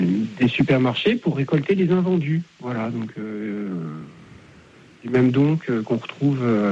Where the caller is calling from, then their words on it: Nouvelle-Aquitaine, France; Je vous appelle de Charente-Maritime.